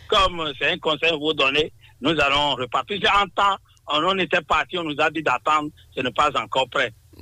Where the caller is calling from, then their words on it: Cotonou, Littoral, Benin; De Cotonou, Misebo, 5e arrondissement.